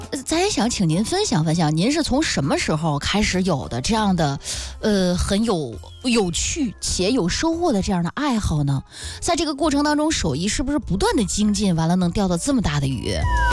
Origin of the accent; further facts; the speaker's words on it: Shijiazhuang, Hebei, China; 用咱们河北人说话，或者准确来说石家庄人说话就是得。